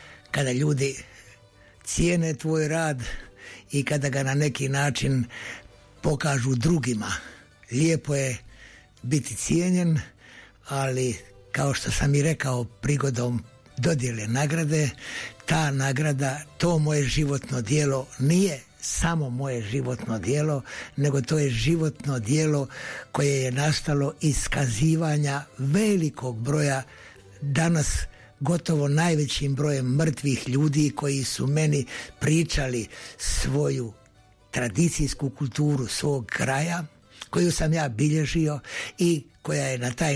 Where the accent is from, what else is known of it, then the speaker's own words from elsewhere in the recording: Metković, Dubrovnik-Neretva County, Croatia; mom društvu u Metkoviću, odakle sam ja potekao u ovom smislu